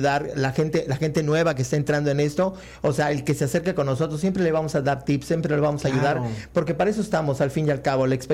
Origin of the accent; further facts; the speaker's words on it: Yucatán, Mexico; moved away; also born or lived in Cancún, Quintana Roo; yo soy yucateco, pero viví muchos años en Cancún.